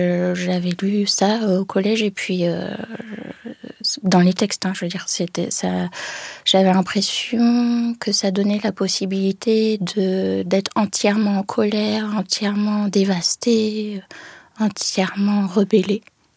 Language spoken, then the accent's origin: French; France; first language English; Oui, il y avait beaucoup de livres, et puis ma mère nous lisait beaucoup de livres, elle voulait absolument qu'on parle anglais, donc vu qu'on était en France, de garder ce rapport à la langue maternelle.